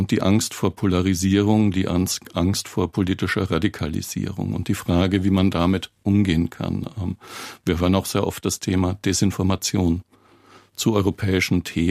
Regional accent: Southern Germany, Germany

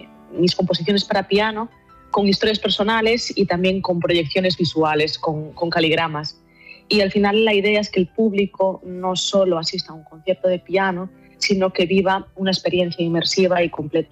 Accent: Boiro, Galicia, Spain; also born or lived in Poland; Pues mira, empecé cerca de mi pueblo, que yo vivo en Boiro, uh-huh. Empecé en Ribeira, y luego al acabar el profesional me fui a Vigo, al Conservatorio Superior, y luego ya pasé a irme a Polonia

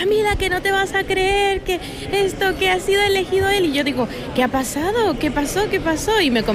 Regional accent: Peru; now in Barcelona, Spain; Y como peruana, tanto mi hermana como yo, que tenemos la oportunidad de vivir aquí en Barcelona, pues el estar presente es mostrar nuestra bandera

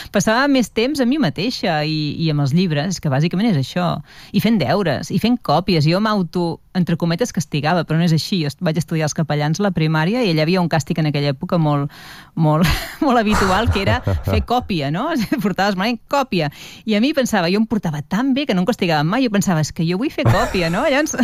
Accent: Vilafranca del Penedès, Catalonia, Spain; moved away as an adult; also born or lived in Barcelona; és el meu poble, és a dir, jo em sento més vilafranquina que res, no? Jo veig les vinyes i ja em sento casa. Sí, sí, i allà vaig passar la infància fins als 18 anys, que vaig tornar a Barcelona per estudiar.

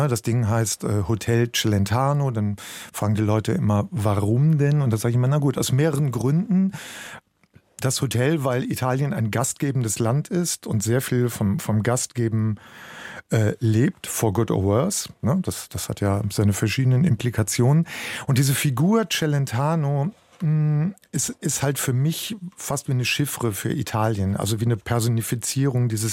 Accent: Bergisch Gladbach, North Rhine-Westphalia, Germany

